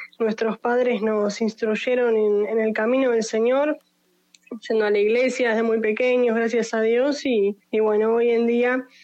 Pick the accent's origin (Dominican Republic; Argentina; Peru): Argentina; Buenos Aires; tengo 24 años, soy de Buenos Aires